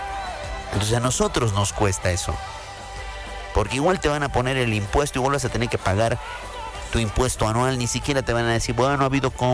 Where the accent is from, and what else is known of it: Bolivia